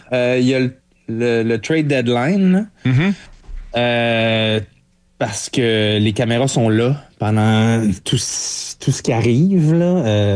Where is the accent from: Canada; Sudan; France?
Canada; Montreal, Quebec; born there; Ben moi, je suis né à Montréal, fait que j'étais un peu brainwashed.